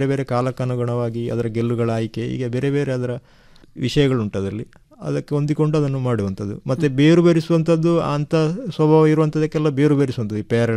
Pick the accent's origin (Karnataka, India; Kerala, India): Kerala, India; ನಮ್ಮ ಕೇರಳದ ಭಾಗದಲ್ಲೆಲ್ಲ